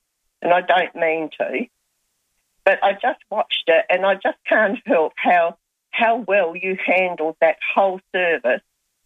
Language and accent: English; Semaphore, South Australia, Australia; we're all from the Ethelton, Birkenhead, Semaphore kind of area.